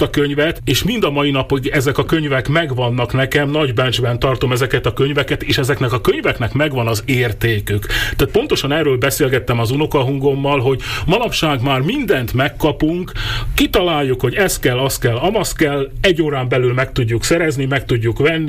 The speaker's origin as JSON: {"language": "Hungarian", "town": "Kostolné Kračany", "region": "Trnava Region", "country": "Slovakia", "tie": "born or raised there", "said": "Én Dunaszerdahely mellett Karcsán, Móroczkarcsán nőttem fel"}